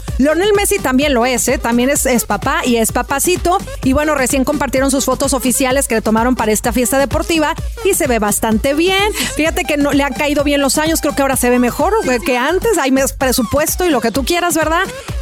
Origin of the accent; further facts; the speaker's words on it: Mazatlán, Sinaloa, Mexico; born there; moved away; me tocó estar en mi tierrita santa por allá en Mazatlán, Sinaloa